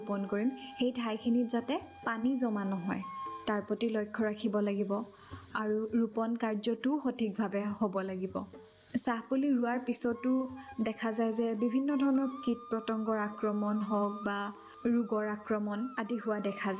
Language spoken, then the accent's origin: Assamese; Kamalpur, Assam, India; মোৰ ঘৰ লখিমপুৰ জিলাৰ কমলপুৰত। মই ক্ষুদ্ৰ চাহ খেতিৰ লগত জড়িত। আমাৰ গাঁওখনৰ প্ৰায় 75% লোকেই চাহ খেতি কৰে, গতিকে মই সৰুৰে পৰা এই চাহ খেতিৰ প্ৰক্ৰিয়াটো দেখি আহিছোঁ।